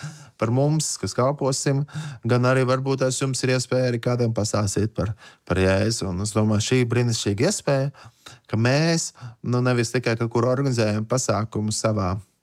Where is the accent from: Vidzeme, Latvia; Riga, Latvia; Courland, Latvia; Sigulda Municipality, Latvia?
Courland, Latvia; Talsi; Talas, mēs nākam no Talasiem